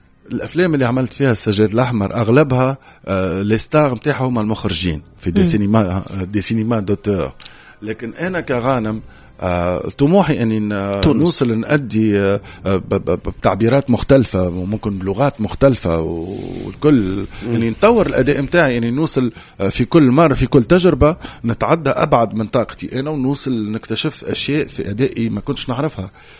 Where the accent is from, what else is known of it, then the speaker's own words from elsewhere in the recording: Tunisia; واحدة من احلى الممثلات اللي عندنا في تونس.